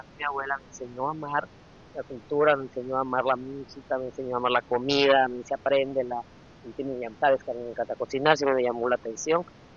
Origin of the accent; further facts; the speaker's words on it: Campeche, Mexico; yo no soy totalmente libanesa, soy mexicana, campechana, amo ser campechana, amo ser mexicana